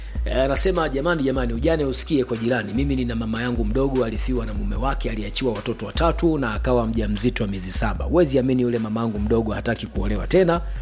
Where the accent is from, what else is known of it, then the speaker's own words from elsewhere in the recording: Isakalilo, Iringa, Tanzania; Natoka Isakalilo hapa, sheria zamani.